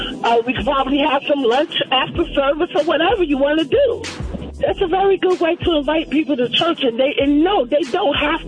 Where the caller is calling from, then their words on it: Maryland, United States; I'm calling from Maryland.